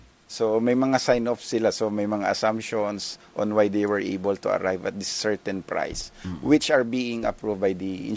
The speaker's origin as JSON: {"language": "Tagalog", "region": "Ilocos Region", "country": "Philippines", "said": "Ilocano po ako, sir."}